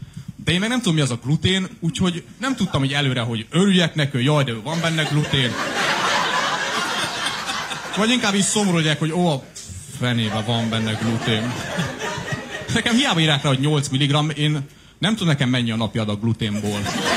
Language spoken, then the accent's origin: Hungarian; Cluj-Napoca, Cluj County, Romania; now in Hungary; mert én külföldi vagyok, Kolozsvárról jövök, ez nem is olyan rég volt